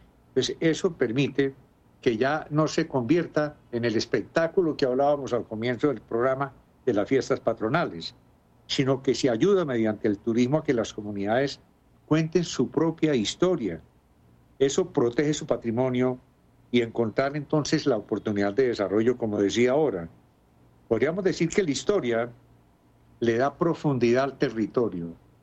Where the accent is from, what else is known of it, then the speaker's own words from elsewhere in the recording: San Gil, Santander, Colombia; yo pertenezco a Villavicencio, yo soy de Villavicencio o soy sangileño en mi caso